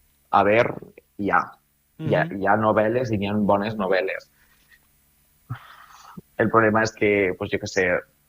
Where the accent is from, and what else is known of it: Vila-real, Valencian Community, Spain